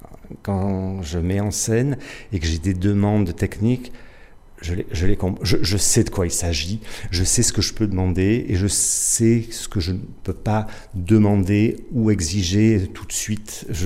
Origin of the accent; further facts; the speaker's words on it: Marseille, Provence-Alpes-Côte d'Azur, France; Alors je suis Marseillais